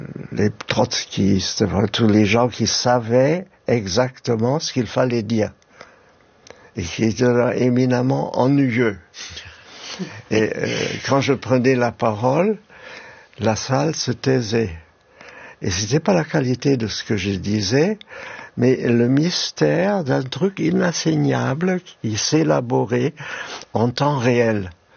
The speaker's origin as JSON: {"language": "French", "country": "Germany", "accent": "German", "second_language": "French", "moved": "yes", "said": "mon petit accent allemand, comme je navigue entre deux langues"}